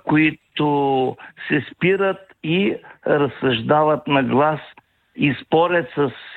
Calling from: Silistra, Silistra Province, Bulgaria; от Силистра

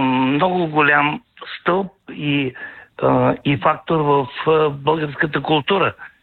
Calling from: Silistra, Silistra Province, Bulgaria; съм от Силистра

